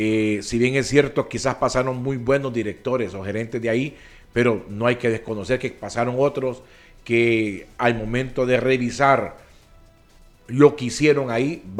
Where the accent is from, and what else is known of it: Honduras